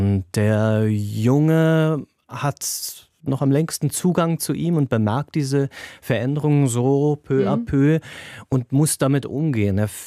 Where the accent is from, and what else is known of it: Osnabrück, Lower Saxony, Germany; born there